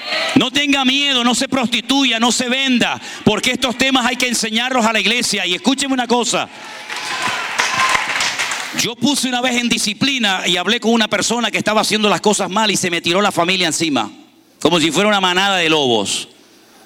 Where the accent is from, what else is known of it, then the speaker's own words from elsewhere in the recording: Spain; moved away; Yo no sé lo que me voy a encontrar en España cuando llegue. Yo salí de España y está patas arriba aquello.